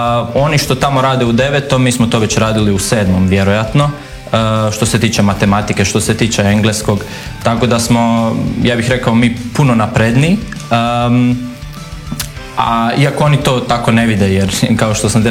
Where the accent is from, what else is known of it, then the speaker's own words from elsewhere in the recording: Petrinja, Sisak-Moslavina County, Croatia; ja sam inače iz Petrinje, tamo Petrinja, Sisak, taj dio